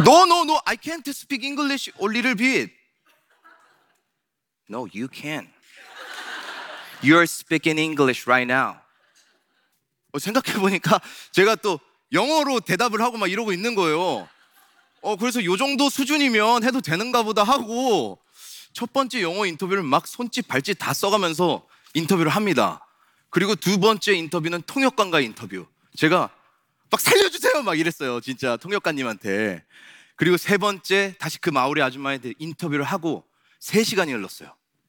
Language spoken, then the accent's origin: Korean; South Korea; 저는 대한민국에서 태어나서 한국에서 쭉 살아온 그냥 토종 한국인입니다.